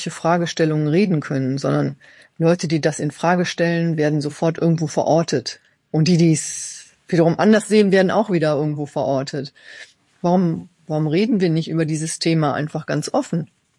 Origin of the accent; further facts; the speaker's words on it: Germany; wir als Deutsche